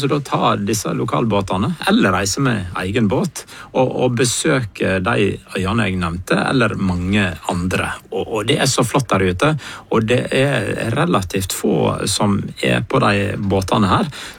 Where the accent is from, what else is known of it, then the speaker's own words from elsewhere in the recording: Naustdal, Vestland, Norway; jeg kommer fra Naustdal, som ligger ja, 5 mil fra Florø.